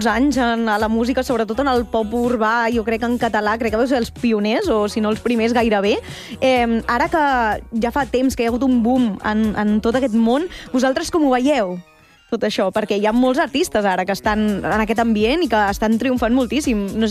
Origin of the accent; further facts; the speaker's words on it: Caldes de Montbui, Catalonia, Spain; O sigui, jo sóc de Caldes de Montbui, sóc del Vallès, o sigui, estem al costat.